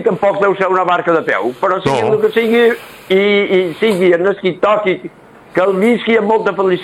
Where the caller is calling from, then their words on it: Menorca, Balearic Islands, Spain; el que ens identifica un poc com a menorquins